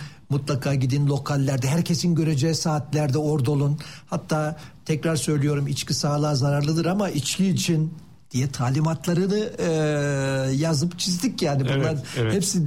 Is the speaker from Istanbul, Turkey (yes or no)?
no; Antalya, Turkey; ben Antalyalıyım. Bütün Antalya bölgesindeki turizm çöktü.